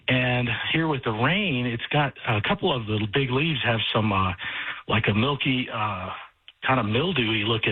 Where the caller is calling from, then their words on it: Mexico City, Mexico; Down in far south Texas, Mexico City.